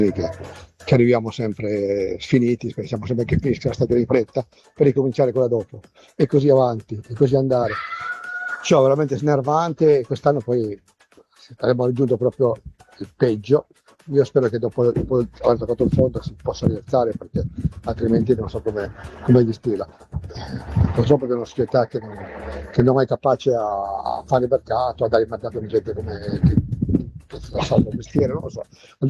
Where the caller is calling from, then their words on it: Cuneo, Piedmont, Italy; da Cuneo.